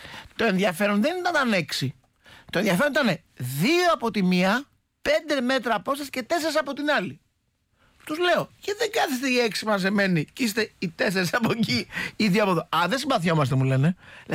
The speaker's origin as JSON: {"language": "Greek", "town": "Kleisoura", "region": "Western Macedonia", "country": "Greece", "said": "Εγώ είμαι πολύ χαρούμενος γιατί εγώ είμαι από την Καστοριά. Εγώ είμαι την Κλεισούρα."}